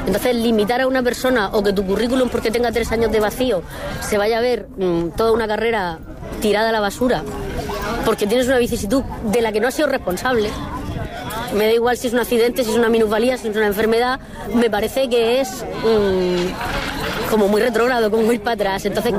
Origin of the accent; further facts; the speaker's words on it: Fuente Álamo, Region of Murcia, Spain; Me ha gustado siempre más la jardinería porque soy una familia de Fuente Álamo, de campo, y bueno, pues me ha gustado siempre más.